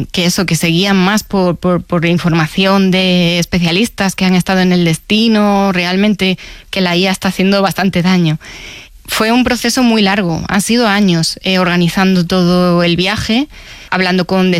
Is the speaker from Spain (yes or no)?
yes; Cáceres, Extremadura, Spain; mi padre es pianista, además tenía una tienda de música en Cáceres, de donde soy yo